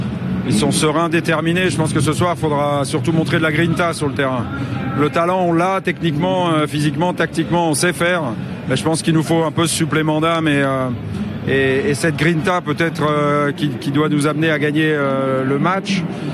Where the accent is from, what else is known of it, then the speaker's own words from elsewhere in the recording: France; comme je suis français